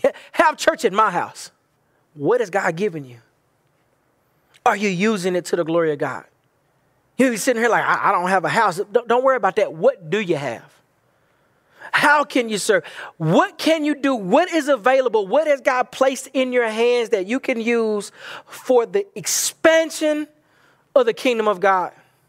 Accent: Bible Belt, United States; I do come from a background from where I'm from, and growing up in the Bible Belt

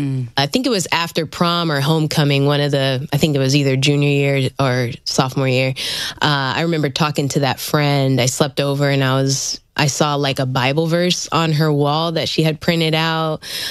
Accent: Manila, Metro Manila, Philippines; born there

